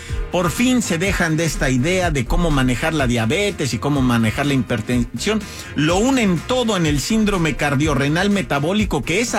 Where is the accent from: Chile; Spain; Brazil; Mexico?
Mexico